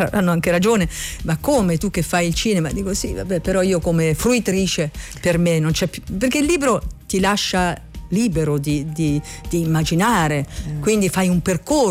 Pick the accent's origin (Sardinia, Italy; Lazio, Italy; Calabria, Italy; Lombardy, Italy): Lazio, Italy; Rome; born there; Io ho vissuto non a Centocelle, ma ho vissuto negli anni della periferia giovinezza. A San Lorenzo, che all'epoca era un quartiere popolare, adesso non lo è più, ma lo era quando ci vivevo io